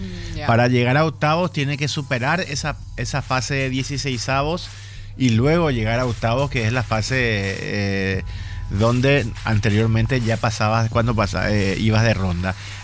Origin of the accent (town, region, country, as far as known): Paraguay